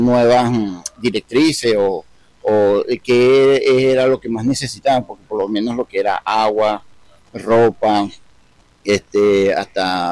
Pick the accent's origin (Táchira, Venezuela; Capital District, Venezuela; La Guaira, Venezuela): Capital District, Venezuela; Caracas; moved away as an adult; now in Manta, Ecuador; yo soy de Caracas, pero tengo familia en Mérida.